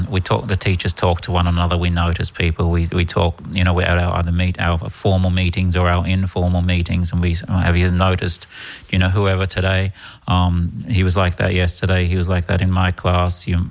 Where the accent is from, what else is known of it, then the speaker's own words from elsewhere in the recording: Perth, Western Australia, Australia; moved away as an adult; now in Ireland; I'm from Perth, Australia. I've been here about 26 years now.